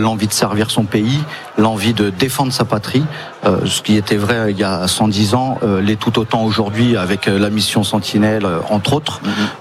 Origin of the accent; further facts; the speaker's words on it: Mourmelon-le-Grand, Grand Est, France; Donc on vient de Mourmelon-le-Grand dans la Marne, donc à une 140aine de kilomètres d'Albert.